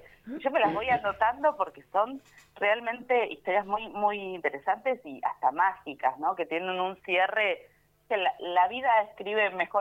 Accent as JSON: {"language": "Spanish", "town": "El Calafate", "region": "Santa Cruz", "country": "Argentina", "tie": "born or raised there"}